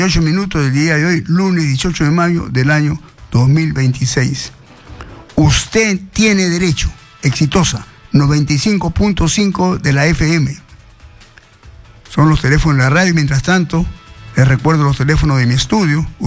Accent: Peru

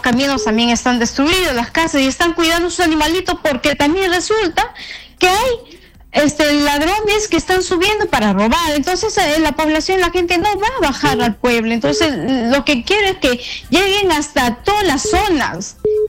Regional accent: Pupuya, Junín, Peru; born or raised there

